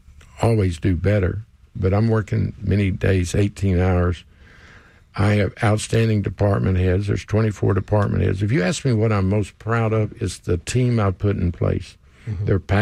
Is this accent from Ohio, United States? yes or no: no; Houston, Texas, United States; I grew up in Houston.